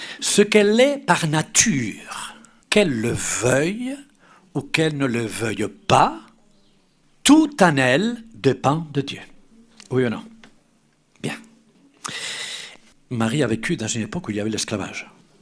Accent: Spain; moved away; je suis espagnol

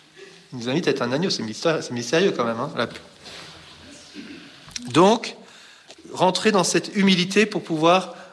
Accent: Brittany, France; Et puis moi, je suis breton, donc je dirais, ben moi, je vois le cidre

